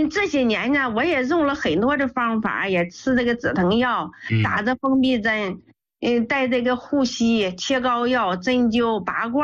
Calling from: Liaoning, China; accent: Northeastern; 我是辽宁的。

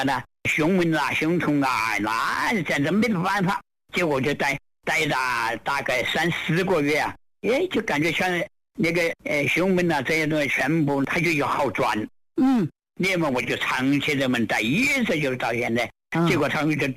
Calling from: Songzi, Hubei, China; 我松滋新建口城区的。

